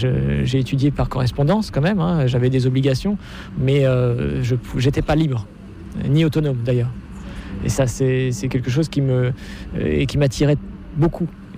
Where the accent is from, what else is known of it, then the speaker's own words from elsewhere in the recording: Normandy, France; chez moi en Normandie il neige pas